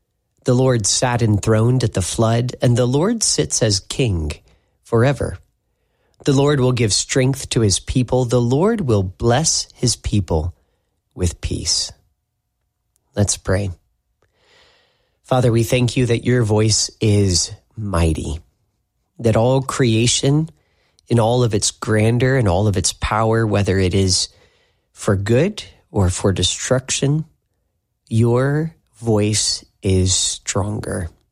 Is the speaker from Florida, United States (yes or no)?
no; Tupelo, Mississippi, United States